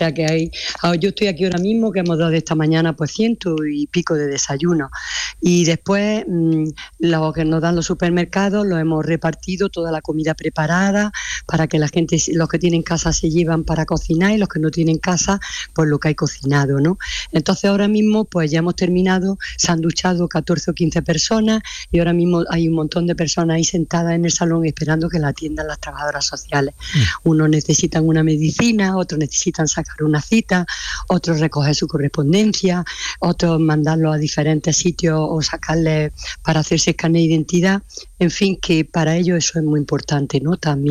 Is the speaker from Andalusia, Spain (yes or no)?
yes; Pitres, Andalusia, Spain; born there; moved away; yo soy de Pitre